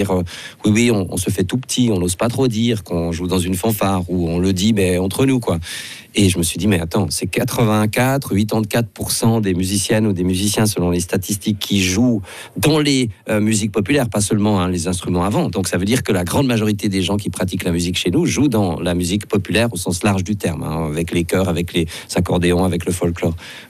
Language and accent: French; Switzerland; chez nous en Suisse